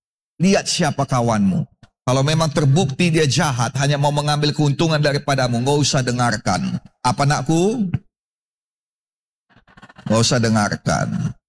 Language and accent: Indonesian; Medan, North Sumatra, Indonesia; Tapi saya orang Medan, Ci.